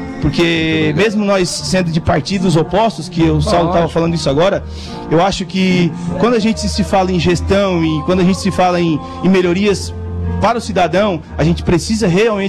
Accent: Araranguá, Santa Catarina, Brazil; eu sou de Araranguá, Araranguá tá linda, Araranguá é maravilhosa, tem muito a crescer.

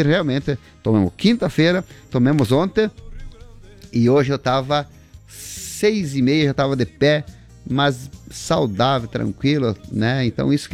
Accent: Itá, Santa Catarina, Brazil; moved away; Eu fui na linha Aurora, minha cidade natal, minha comunidade natal lá em Itá, semana passada.

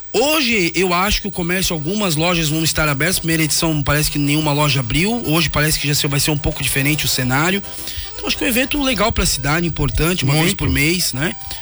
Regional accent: Santa Catarina, Brazil; eu amo Santa Catarina, sou catarinense também

